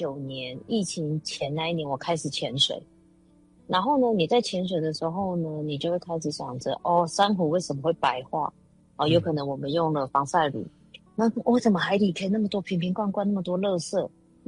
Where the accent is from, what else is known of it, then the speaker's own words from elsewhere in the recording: Taichung, Taiwan; 因为我也是台中人。